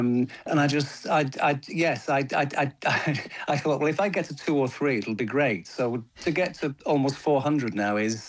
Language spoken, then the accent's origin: English; Manchester, North West England, United Kingdom; I was born and bred in Manchester